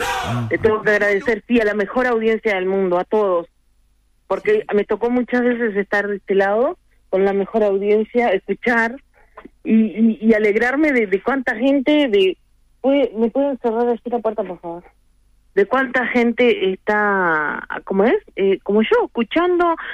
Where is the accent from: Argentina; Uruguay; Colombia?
Uruguay; Pues yo soy uruguaya, amo mi país.